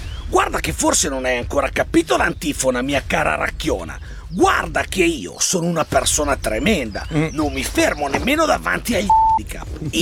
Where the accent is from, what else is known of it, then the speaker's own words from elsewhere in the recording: Varese, Lombardy, Italy; Che io sono di Varese e non conosco i riti tribali.